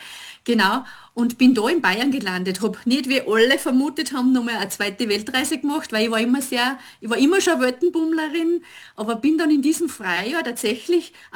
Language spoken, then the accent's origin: German; Liezen, Styria, Austria; ich bin 54 Lenze, sage ich jetzt mal, bin eine Steirerin, eigentlich eine Lierznerin